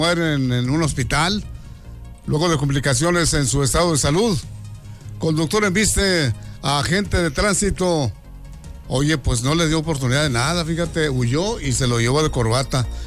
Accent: Mexico; como buen mexicano le voy a mi selección

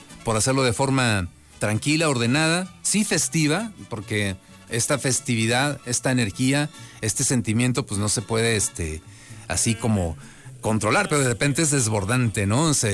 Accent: Mexico; que hemos sido y que hemos tenido como mexicanos.

